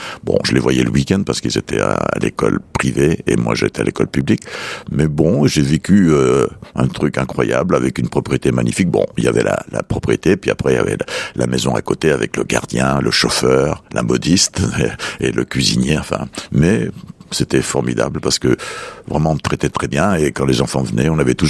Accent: Montreux, Vaud, Switzerland; now in Lyon, France; je venais du lac Léman, de Montreux, qui était vraiment la rivière à Suisse

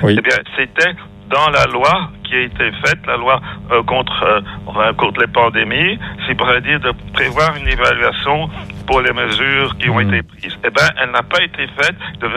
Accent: Belgium; Moi, je viens de la Belgique, donc je vais donner un exemple.

